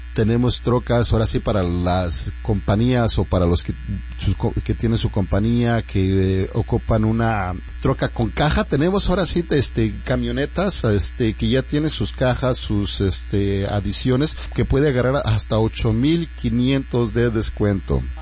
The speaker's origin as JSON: {"language": "Spanish", "town": "Tenancingo", "region": "State of Mexico", "country": "Mexico", "moved": "yes", "said": "mi pueblo querido, San Miguel Tecomatlán, en Tenancingo, Estado de México. Un pueblo hermoso, hermoso, lleno de muchas tradiciones"}